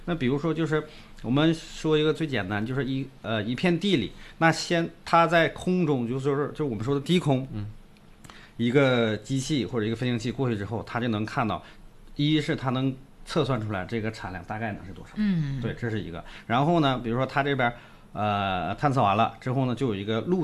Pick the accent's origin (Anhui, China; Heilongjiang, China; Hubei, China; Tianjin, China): Heilongjiang, China; 尤其是我们黑龙江人